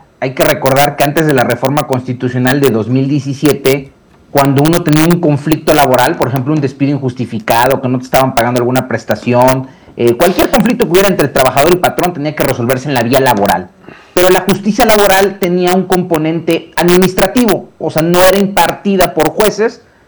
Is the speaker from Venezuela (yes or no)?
no; Mexico; que son países que comparten un entendimiento del derecho como el mexicano, somos herederos de la cultura continental del derecho